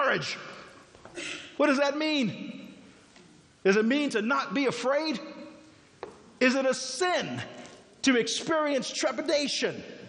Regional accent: West Coast, United States; moved away; I come from the West Coast and we don't need umbrellas out there.

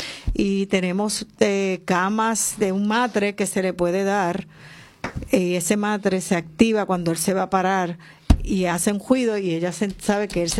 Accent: Aguada, Puerto Rico; En el oeste también he venido al de mi pueblo, Aguada

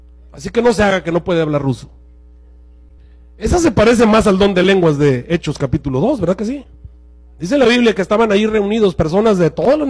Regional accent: Mexico

